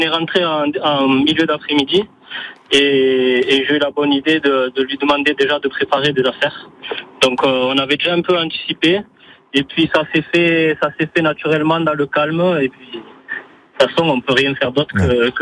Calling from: Corbère-les-Cabanes, Occitanie, France; on a quitté Corbert-les-Cabanes il y a un petit quart d'heure.

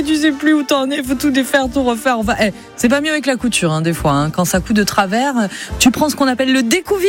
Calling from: Mont-de-Marsan, Nouvelle-Aquitaine, France

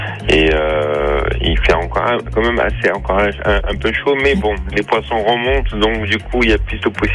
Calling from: Poitiers, Nouvelle-Aquitaine, France; chez nous, à Poitiers

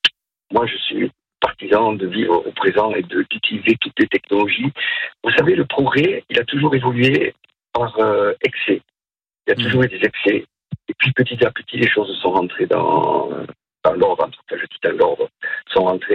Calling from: Montpellier, Occitanie, France; J'habite à Montpellier.

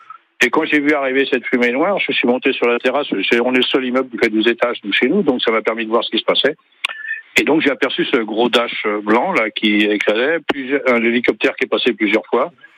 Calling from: Canet-en-Roussillon, Occitanie, France; on est à Canet Sud

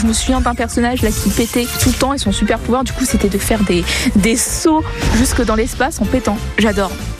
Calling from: Dormans, Grand Est, France; Je sais que je suis de Dormans parce que les gens sont toujours surpris quand je dis que je suis Dormans. On est des dormanistes, très important de le préciser.

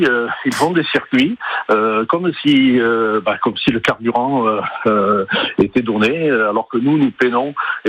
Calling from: Saint-Julien-en-Vercors, Auvergne-Rhône-Alpes, France; Oui, j'habite à Saint-Julien-en-Vercors.

